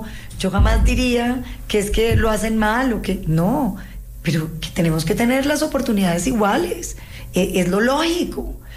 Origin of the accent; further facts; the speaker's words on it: Popayán, Cauca, Colombia; En Popayán, Darcy, yo crecí en Popayán, mis amigas son de Popayán, pasé mi adolescencia en Popayán.